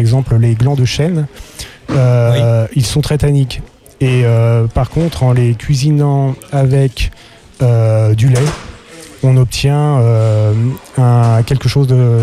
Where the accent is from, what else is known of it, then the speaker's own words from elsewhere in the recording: Pays de la Loire, France; also born or lived in Marseille; J'ai passé donc mon enfance à Sellery-Boul